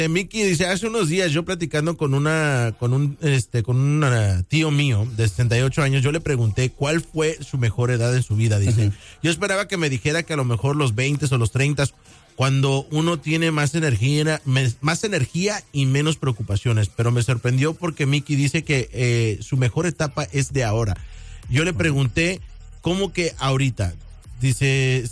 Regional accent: Mexico; hablando como de mí, que soy mexicano.

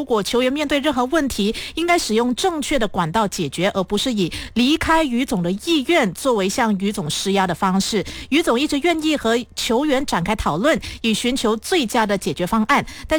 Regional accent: Malaysia; 我们也希望2028年能够实现我们马来西亚人的愿望，共同的愿望，拿下首面的奥运会金牌。

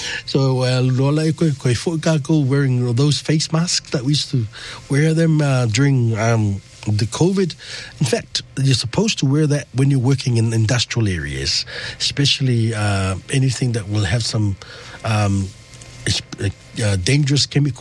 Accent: New Zealand; it's in our DNA as a Kiwi

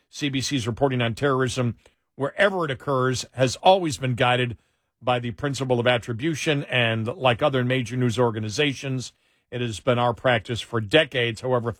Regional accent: Ireland; I'm Irish. I didn't take personal offense to that.

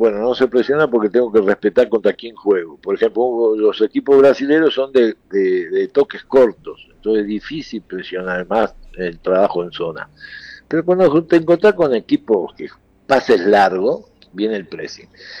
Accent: Argentina; Somos argentinos todos, ¿eh? Uh-huh. Todos somos argentinos

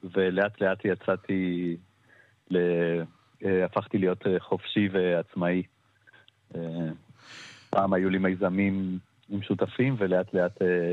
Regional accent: Buenos Aires, Argentina; now in Israel; גדלתי בעיר בבואנוס איירס

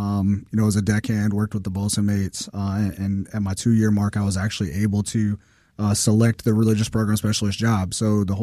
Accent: Brevard, Florida, United States; She's actually from Brevard as well, my hometown. So swooped her off her feet, took her down to Florida

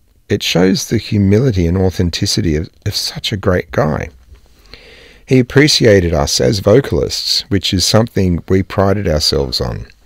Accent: Australia; When asked by students about growing up in Australia, I introduced them

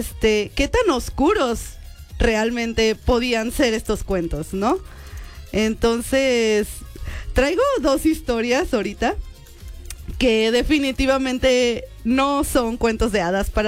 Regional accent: Mexico

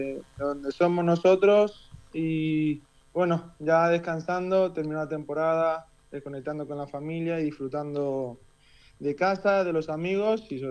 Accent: Torrevieja, Valencian Community, Spain; Y nada, y me crié acá en Torrevieja.

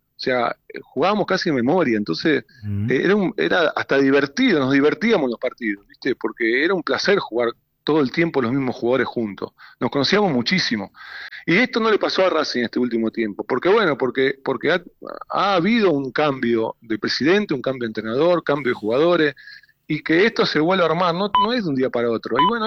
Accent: Argentina; Porque somos también nosotros somos eso, los argentinos.

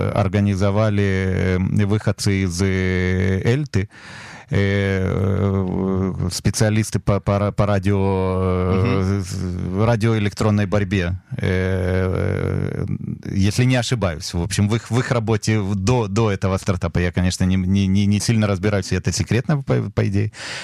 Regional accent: Kharkiv, Kharkiv Oblast, Ukraine; moved away as an adult; also born or lived in Israel; Родился в Украине в 1974 году. В возрасте год с лишним моя семья приехала в Харьков, и с тех пор я жил в Харькове до 19 лет. В 19 лет я уехал в Израиль один

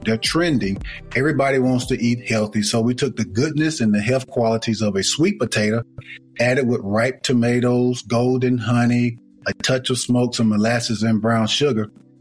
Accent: Aberdeen, Mississippi, United States; I used to throw football camps for the kids in my hometown of Aberdeen, Mississippi.

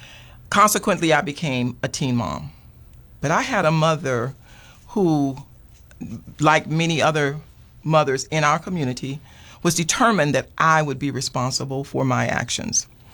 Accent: Miami, Florida, United States; I was born and raised here in Miami-Dade County, went to the public schools here in Miami-Dade County, and actually graduated from Miami Edison Senior High School.

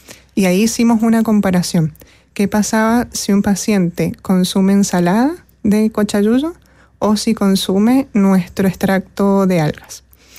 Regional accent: Mendoza, Argentina

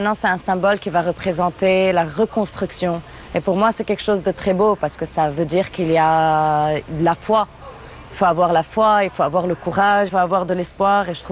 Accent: Lebanon; J'ai commencé à faire du pain il y a 6 ans, quand j'étais au Liban, qui est mon pays d'origine.

